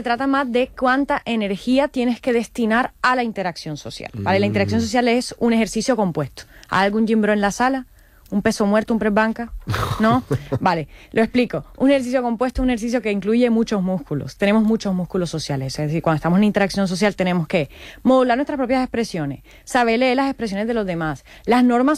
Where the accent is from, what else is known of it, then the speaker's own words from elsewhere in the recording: Caribbean Region, Colombia; Yo vengo de la Andalucía de Colombia, ¿vale? De la costa del Caribe colombiano